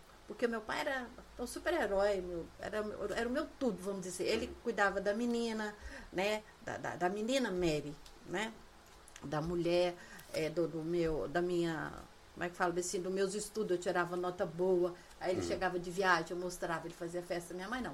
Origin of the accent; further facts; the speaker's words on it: Minas Gerais, Brazil; moved away; also born or lived in Vitória; Quando a gente morava uma época em Vitória, eu sou de Minas, né?